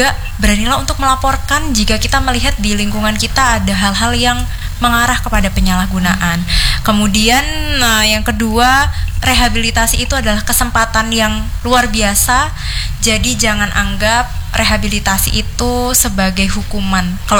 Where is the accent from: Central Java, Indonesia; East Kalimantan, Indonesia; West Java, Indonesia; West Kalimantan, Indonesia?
East Kalimantan, Indonesia; Samarinda; kita sebagai warga Samarinda yang cinta terhadap Kota Samarinda